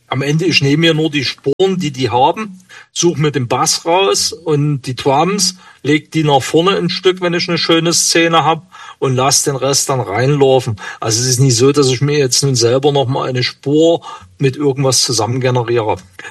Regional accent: Saxony, Germany

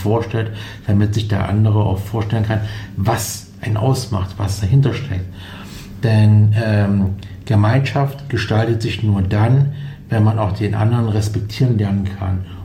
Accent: Saxony-Anhalt, Germany; now in Thuringia, Germany; Ich komme zum Beispiel auch aus Sachsen-Anhalt, von daher bin ich auch ein kleiner Migrant.

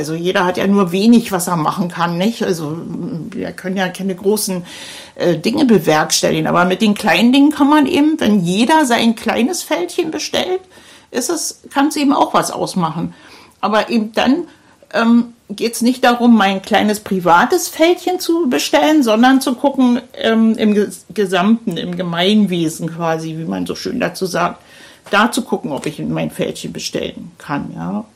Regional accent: Berlin, Germany; wo ich so fasziniert bin als Berlinerin, weil in Berlin interessiert sich keiner für den anderen, der daneben anwohnt.

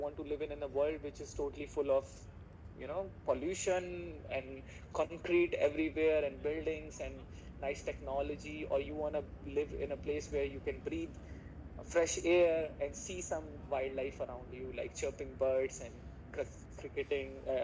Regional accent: India; English is a second language

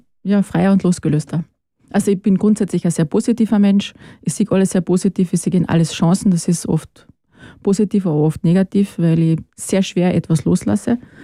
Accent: Rennweg, Carinthia, Austria; Ich komme aus Rennweg, also ich bin aus Oberkärnten, im Grenzgebiet eigentlich aufgewachsen, also zwischen Kärnten und Salzburg.

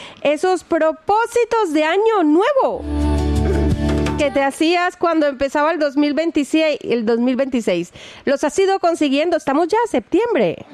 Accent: Colombia; now in Stuttgart, Germany; yo soy de Colombia

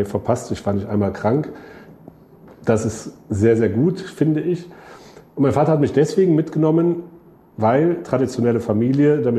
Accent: Krefeld, North Rhine-Westphalia, Germany; also ich komme aus Krefeld

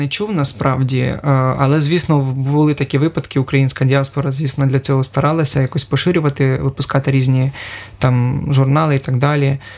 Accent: Chernihiv Oblast, Ukraine; вона в мене довга, пошита за традиціями мого рідного регіону Чернігівського

